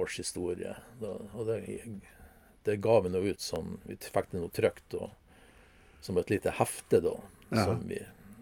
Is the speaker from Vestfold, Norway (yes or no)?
no; Renemoen, Agder, Norway; Jeg føler meg jo aldri så hjemme som når jeg går i skogen hjemme på Renemoen.